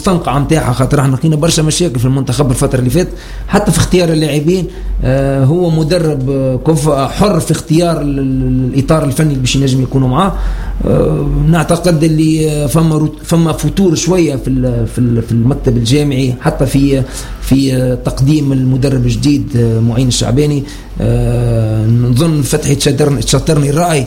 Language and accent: Arabic; Tunisia; احنا كشعب تونسي